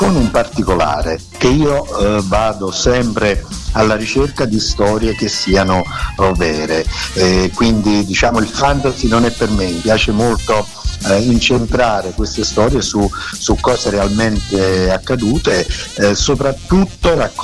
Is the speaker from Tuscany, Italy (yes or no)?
no; Caserta, Campania, Italy; della mia terra, quindi di Caserta